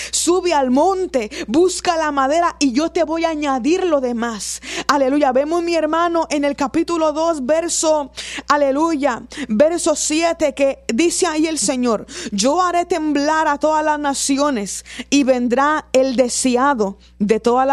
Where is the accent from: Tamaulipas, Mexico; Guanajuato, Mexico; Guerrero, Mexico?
Tamaulipas, Mexico; Río Bravo; yo soy de México. Dios bendiga a los hermanos de Río Bravo que hablan aquí a Radio Vida, que escuchan, aleluya, cada predicación, cada palabra que se da a través de este medio. Yo soy de Río Bravo, aleluya.